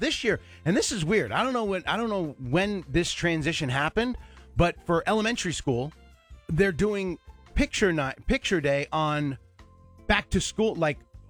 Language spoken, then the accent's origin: English; New York, United States; I'll wear my Yankee gear because I'm growing up in New York, I'm a Yankees fan.